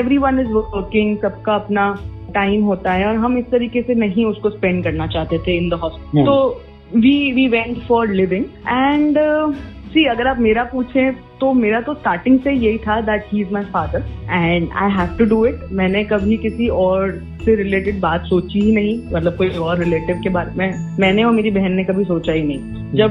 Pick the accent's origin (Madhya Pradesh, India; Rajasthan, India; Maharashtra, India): Rajasthan, India; मम्मा बहुत ज्यादा डरी हुई थी बिकॉज हम राजस्थान से हैं, वहाँ का कल्चर, वहाँ पे शादियाँ किस मतलब जल्दी हो जाना